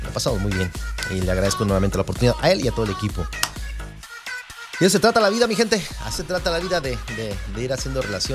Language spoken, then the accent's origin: Spanish; Irapuato, Guanajuato, Mexico; now in United States; es mi paisano, hombre. Somos de Irapuato.